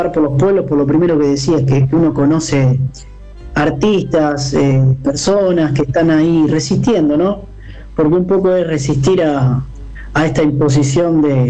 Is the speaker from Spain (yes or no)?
no; Rosario, Santa Fe, Argentina; yo vengo soy oriundo de Rosario, más o menos del barrio de La Sexta, que está cerca de la ciudad universitaria, cerca del puerto.